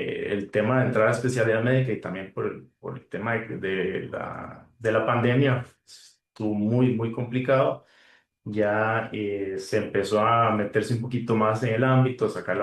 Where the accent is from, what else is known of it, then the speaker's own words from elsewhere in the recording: Ciudad Neily, Puntarenas, Costa Rica; also born or lived in Pérez Zeledón; now in Santa Ana, Costa Rica; soy padre de familia, esposo, oriundo de Ciudad Neily, poco largo del centro del país. Y tengo ya 7 años en el ámbito de medicina estética. Vivo en Santa Ana.